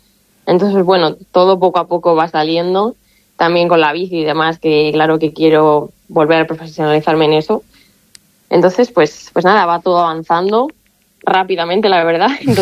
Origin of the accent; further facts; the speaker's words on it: Ávila, Castile and León, Spain; moved away; Quiero estar en España, quiero estar en Ávila, porque para algo soy abulense y demás, aunque esté aquí ahora en esta etapa de mi vida.